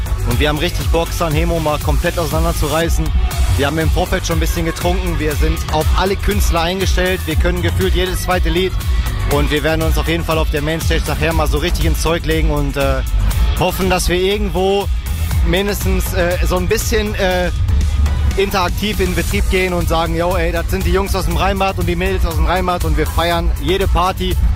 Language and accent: German; Wesel, North Rhine-Westphalia, Germany; ich bin 39, komme aus Wesel.